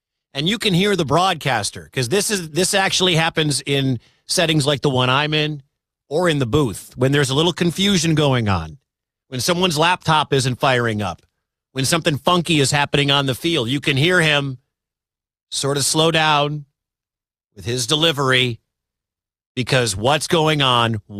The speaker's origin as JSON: {"language": "English", "town": "Detroit", "region": "Michigan", "country": "United States", "said": "I am a huge Michigan fan. I am from Detroit. I used to work at our affiliate, the Big 1050 WTKA in Ann Arbor. I grew up a Michigan fan. I bleed maize and blue."}